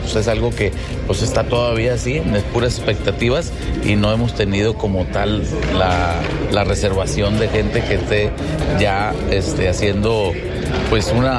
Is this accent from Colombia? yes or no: no; Mexico